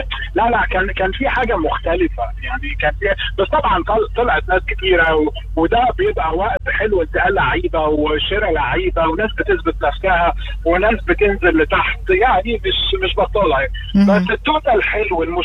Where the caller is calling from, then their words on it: Egypt; أنا واحد مصري